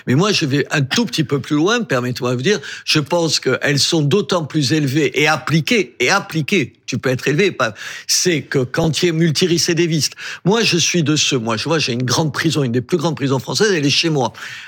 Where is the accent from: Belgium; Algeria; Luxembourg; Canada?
Algeria; born there; Moi, je suis né en Algérie. Je préfère quand c'est l'Algérie qui gagne